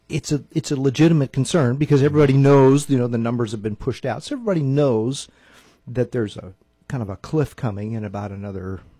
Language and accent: English; Eureka, California, United States; I grew up in Eureka.